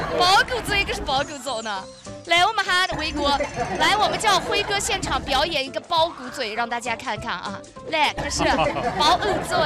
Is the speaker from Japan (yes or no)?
no; Yunnan, China; 作为我们云南人